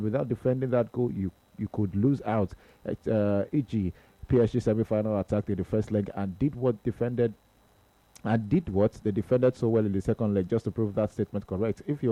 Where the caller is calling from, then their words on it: Asaba, Delta, Nigeria; Good day, Tony and Joseph. … from Asaba.